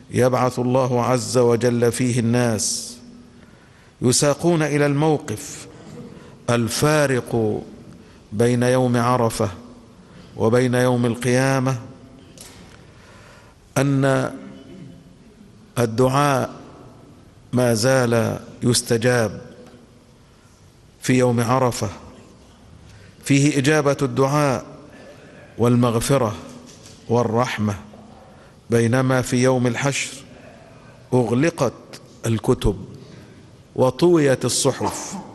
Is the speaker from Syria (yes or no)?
no; Egypt; وأن يحفظ بلدنا مصر من كل مكروه وسوء